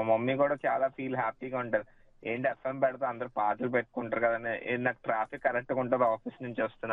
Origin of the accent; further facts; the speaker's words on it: Visakhapatnam, Andhra Pradesh, India; now in Hyderabad, India; నేను మాట్లాడుతుంది హైదరాబాద్ నుంచి అండి. యాక్చువల్లీ నాది వైజాగ్.